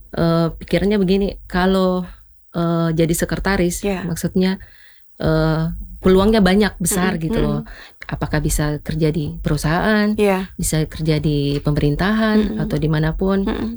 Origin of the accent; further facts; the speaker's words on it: Asinua, Southeast Sulawesi, Indonesia; Saya lahir di sebenarnya Kota Kendari, cuman tepatnya di Asinua.